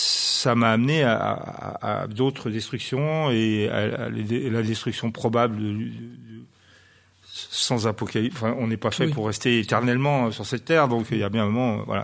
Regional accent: Grenoble, Auvergne-Rhône-Alpes, France; je suis grenoblois, je me suis dit, mais Grenoble a été détruit en 1219.

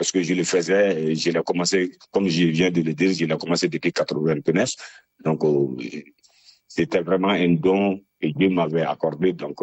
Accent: Kolondieba, Sikasso, Mali; now in Bamako, Mali; Alors, je suis originaire du Mali et précisément de la région de Sikasso. Et je suis né dans un cercle, le cercle s'appelle Kolondjeba.

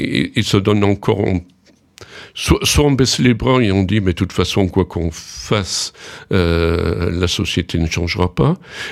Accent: Colombier-le-Vieux, Auvergne-Rhône-Alpes, France; now in Romans-sur-Isère, France; Non, je suis de Colombier-le-Vieux, en Nord-Est, okay.

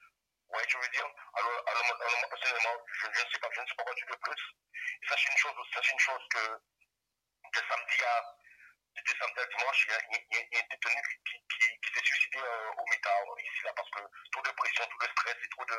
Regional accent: Guadeloupe; sachez une chose, moi je suis un Guadeloupéen.

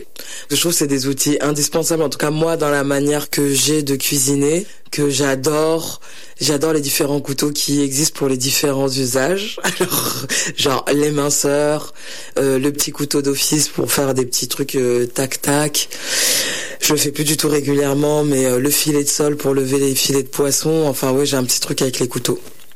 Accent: Ivry, Île-de-France, France; j'ai grandi à Ivry en Essonne, en banlieue parisienne, banlieue sud.

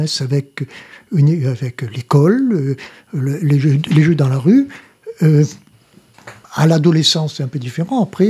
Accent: Le Luc, Provence-Alpes-Côte d'Azur, France; Alors, je suis un pur Lucois, je suis né à Luc. Je suis parti longtemps pour des raisons professionnelles et je suis revenu en retraite à Luc.

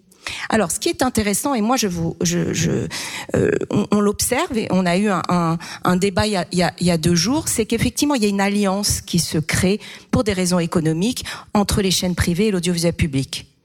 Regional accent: Brittany, France; Forcément, je suis bretonne.

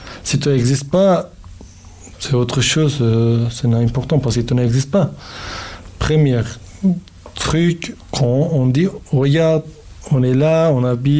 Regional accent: Turkey; French is a second language; quand je suis né à Kurde de Turquie, et ton lutte, ta vie, il commençait, tu dis, je suis kurde, j'ai autre langue, j'ai autre culture, autre histoire.

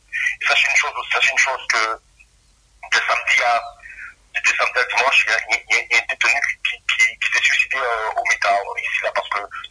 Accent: Guadeloupe; sachez une chose, moi je suis un Guadeloupéen et j'ai le mental, et la force de tenir malgré tout.

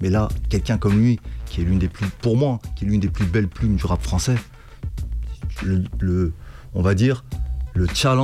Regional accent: Chambéry, Auvergne-Rhône-Alpes, France; Moi, je viens de Chambéry-le-Haut. J'ai vécu à la ZUP. Je suis né là-bas.

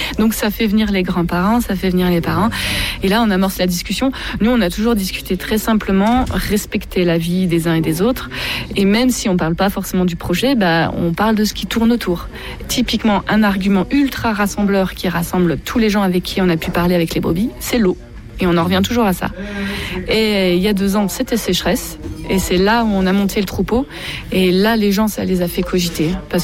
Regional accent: Auvergne-Rhône-Alpes, France

